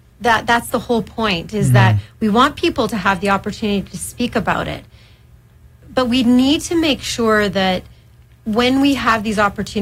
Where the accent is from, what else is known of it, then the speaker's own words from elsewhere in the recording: Edmonton, Alberta, Canada; born there; I'm like, well, I was born in Edmonton.